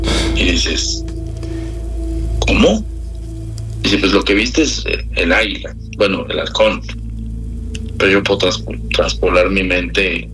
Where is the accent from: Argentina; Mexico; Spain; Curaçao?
Mexico; Yo jamás, es más, ni siendo mexicano, soy así como, claro, idiático.